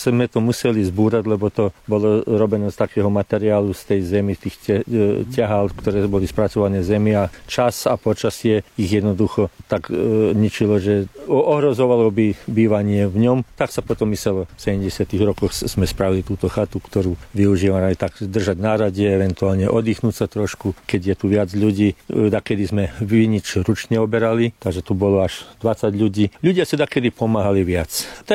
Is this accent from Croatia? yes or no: yes; Croatia; povedzme u nás v Chorvátsku